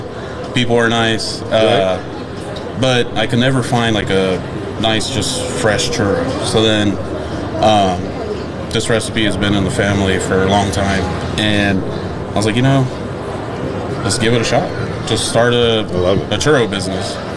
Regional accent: Los Angeles, California, United States; moved away as an adult; I'm from, like everyone else, I'm from Los Angeles. I moved out here in 2019.

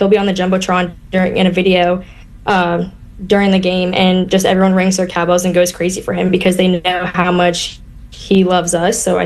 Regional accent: Florida, United States; moved away as an adult; now in Mississippi, United States; And I'm from Florida, so I didn't grow up a Mississippi State fan. Before I came to school here 2 years ago, I knew nothing about Mississippi State.

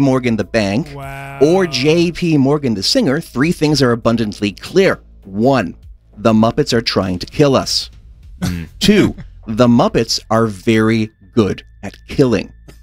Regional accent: Canada; I'm Canadian.

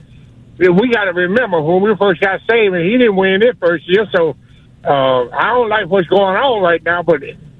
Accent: Alabama, United States; Listen, I'm from Alabama. I'm a Lawyer fan. I just want to make a comment. We Alabama fans, we are spoiled.

